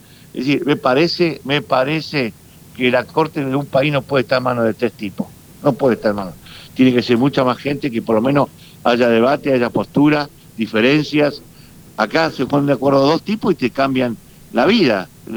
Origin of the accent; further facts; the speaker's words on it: Argentina; Yo como argentino también tengo derecho a pedir que no me jodan la soberanía.